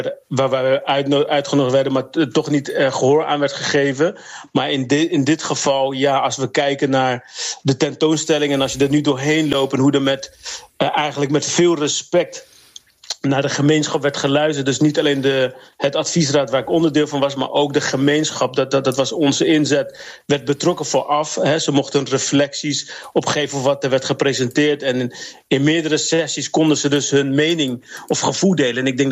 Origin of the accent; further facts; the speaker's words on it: Netherlands; also born or lived in Papua; omdat ik hier ben opgegroeid als Nederlands jongen